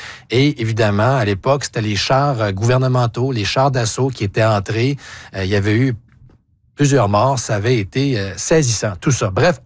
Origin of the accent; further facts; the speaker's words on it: Quebec, Canada; on revient chez nous, au Québec.